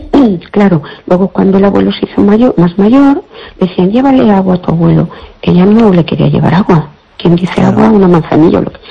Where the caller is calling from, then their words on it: Fene, Galicia, Spain; Hola, buenas noches